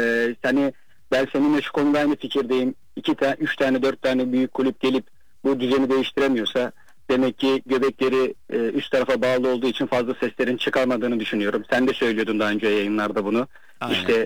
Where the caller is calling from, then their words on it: Istanbul, Turkey; ben İstanbul'dan.